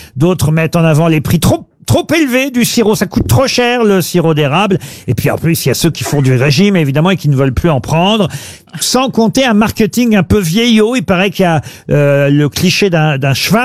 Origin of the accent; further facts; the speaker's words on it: France; C'est un proverbe qui existe aussi bien chez nous en France qu'en Allemagne